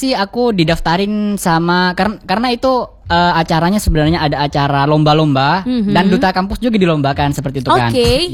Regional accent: Madura, East Java, Indonesia; moved away as an adult; now in Yogyakarta, Indonesia; Orang Madura.

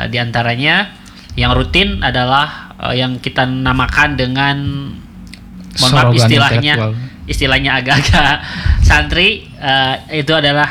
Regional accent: West Java, Indonesia; Daerah saya di Cangkuang.

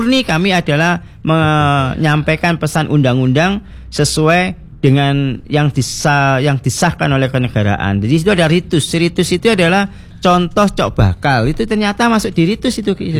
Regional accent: Java, Indonesia; Kan lucu kalau kita orang Jawa lalu dibatasi dengan apa?

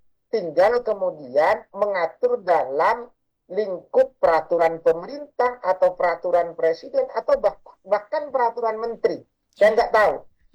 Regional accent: Bangkalan, East Java, Indonesia; saya orang Madura, Mbak. Saya orang Bangkalan, Pak Yuda.

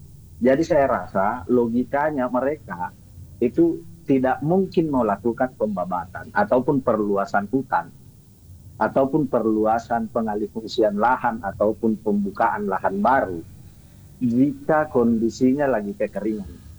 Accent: Sulawesi, Indonesia; Di sana kampung saya, di sana pulau saya, Pulau Sulawesi ada di sana.

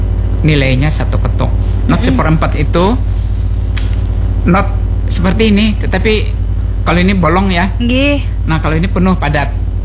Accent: South Kalimantan, Indonesia; Tapi kalau di ujar kita orang Banjar disurungi atau diserahkan notasi balok, dia bingung.

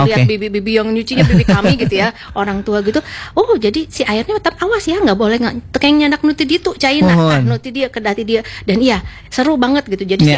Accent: Cililin, West Java, Indonesia; Kebetulan kampung saya di Cililin

